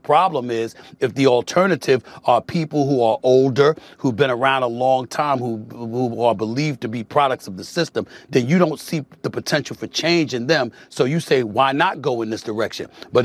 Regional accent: New York, United States

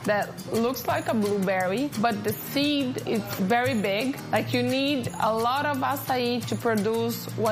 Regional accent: Brazil; I'm from Brazil.

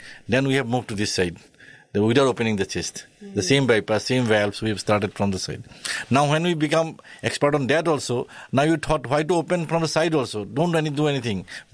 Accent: Assam, India; English is a second language; because I was at that time, because I was born and I'm basically from Assam. So at that time, there's no surgery in Northeast heart surgery.

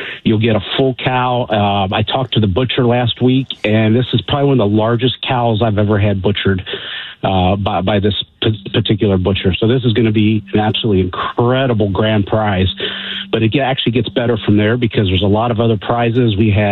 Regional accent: Ohio, United States; moved away as an adult; now in Chicago area, United States; So I grew up in Ohio, and I came through as a Mason and a Shriner through Ohio, and then moved to the Chicago area in 2016

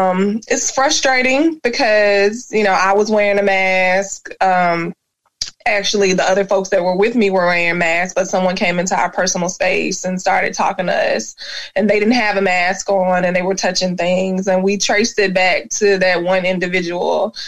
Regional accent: Jacksonville, Florida, United States; born there; because I was born in Florida, in Jacksonville, of all places, on the northwest side of town, where we're often neglected and things like that.

